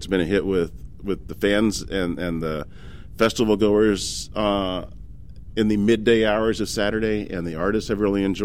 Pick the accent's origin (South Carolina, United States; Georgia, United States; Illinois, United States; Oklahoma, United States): Oklahoma, United States; but I am from Oklahoma's Red Dirt scene, and I kind of grew up as a journalist and writer around the artists that ultimately would go on to give that scene the gravity that it has now.